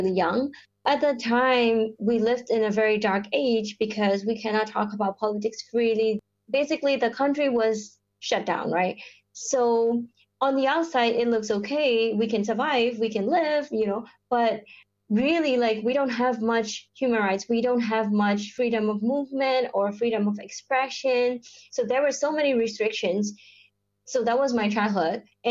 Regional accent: Myanmar; I am from Myanmar.

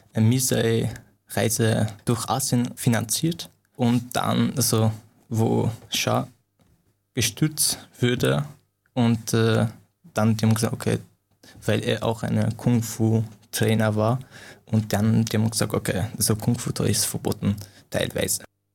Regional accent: Afghanistan; now in Austria; natürlich, ich komme ursprünglich aus Afghanistan, aber ich fühle mich nicht so richtig ein Afghaner. Zum Beispiel, ich war im Iran und die haben zu mir gesagt, okay, du Afghaner.

